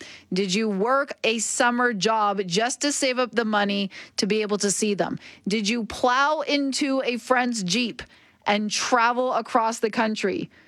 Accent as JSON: {"language": "English", "town": "Oshawa", "region": "Ontario", "country": "Canada", "tie": "born or raised there", "said": "my hometown of Oshawa"}